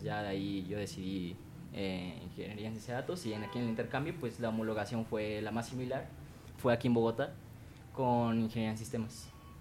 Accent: León, Guanajuato, Mexico; Realmente yo soy de otra ciudad muy cerquita de Querétaro que se llama León, en el estado de Guanajuato.

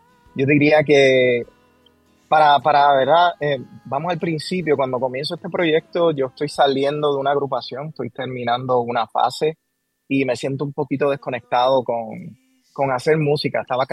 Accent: Guayama, Puerto Rico; moved away as an adult; now in Los Angeles, United States; mi pueblo, Guayama, es conocido como la ciudad bruja en Puerto Rico.

